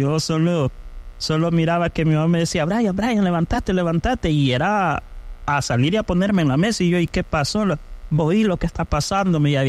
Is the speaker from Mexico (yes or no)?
no; Honduras; now in El Salvador; Yo soy hondureño. Estoy aquí en El Salvador desde 1999 hasta la fecha.